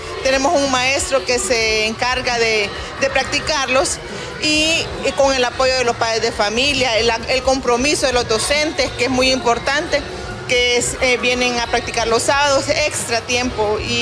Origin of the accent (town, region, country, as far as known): Honduras